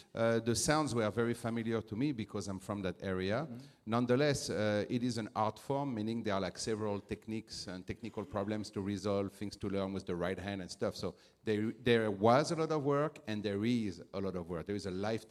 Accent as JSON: {"language": "English", "town": "Fontainebleau", "region": "Île-de-France", "country": "France", "tie": "born or raised there", "said": "Yes, I grew up in Fontainebleau, not the hotel in Florida. Fontainebleau, the town in France."}